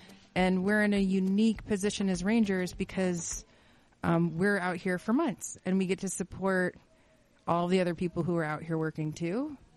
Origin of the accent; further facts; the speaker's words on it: Midwest, United States; moved away as an adult; now in Las Vegas, United States; I live in Las Vegas. Yeah, I'm originally from the Midwest, but I moved there about a year ago.